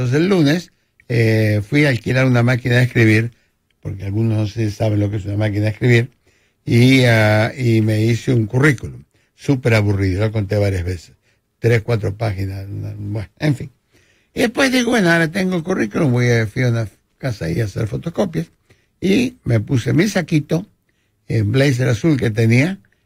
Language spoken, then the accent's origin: Spanish; Argentina; Yo como argentino estoy celebrando, maravilloso, todo lo que podamos decir